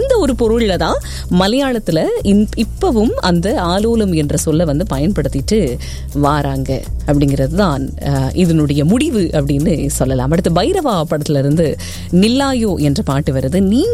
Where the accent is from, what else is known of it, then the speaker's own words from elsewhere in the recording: Sri Lanka; accent: Sri Lankan; என்னுடைய ஆக்சென்ட் வந்து ஸ்ரீலங்கன் மாதிரி இருக்குன்னு சொல்லியிருக்காங்க. ஆமாம், நான் இலங்கையை சேர்ந்தவ தானே, அப்போ அப்படி தான் இருக்கும்.